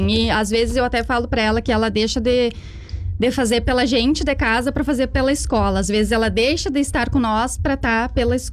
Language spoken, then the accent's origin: Portuguese; Rio Grande do Sul, Brazil; moved away; Ah, eu gosto de dizer que eu sou cria de Jacuí. De Jacuí pro mundo, né? Sou apaixonada por Jacuí. E vim de lá, eu me criei no CTG Aliança Gaúcha.